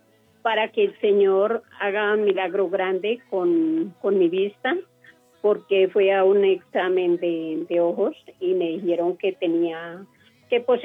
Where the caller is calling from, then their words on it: Bogotá, Colombia; En Engativá.